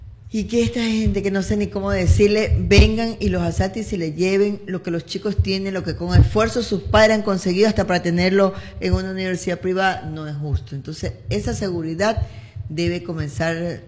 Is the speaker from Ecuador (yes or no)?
yes; Manta, Manabí, Ecuador; ser nosotros mantensas manavitas.